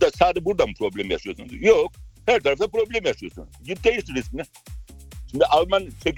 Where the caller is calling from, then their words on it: Ankara, Turkey; Kızılay'dan arıyorum.